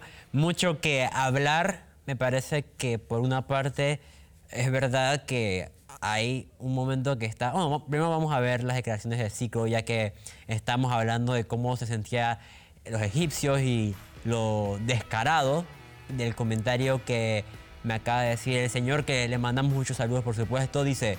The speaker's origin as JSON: {"language": "Spanish", "country": "Panama", "said": "Para mí, Memo Ochoa, como panameño, que saben que nos hemos enfrentado muchas veces contra Memo Ochoa, es un portero ilustre"}